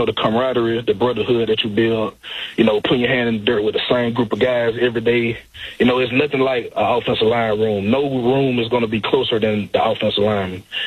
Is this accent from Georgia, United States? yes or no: yes; Georgia, United States; I'm originally from South Georgia, like